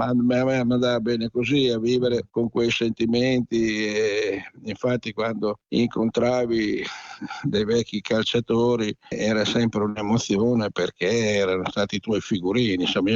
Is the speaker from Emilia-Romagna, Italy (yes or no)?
yes; Bologna, Emilia-Romagna, Italy; moved away as an adult; also born or lived in Cattolica; io ero cresciuto a Bologna, sai, una città che non va mai a dormire